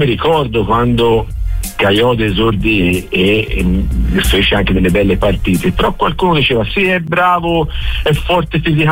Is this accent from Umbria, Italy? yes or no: no; Tuscany, Italy; born there; No, sono nato intanto in Maremma, ma anche dalle parti mie qui vicino.